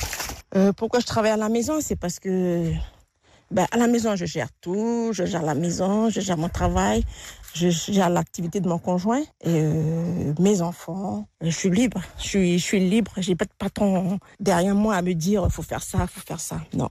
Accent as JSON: {"language": "French", "town": "Kouaoua", "region": "North Province", "country": "New Caledonia", "tie": "born or raised there", "said": "je suis originaire de la commune de Kwawa. J'habite dans la tribu de Ko."}